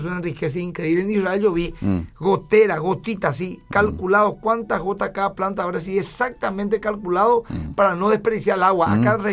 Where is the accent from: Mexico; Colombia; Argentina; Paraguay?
Paraguay; Somos pocos los paraguayos, somos pobres los paraguayos.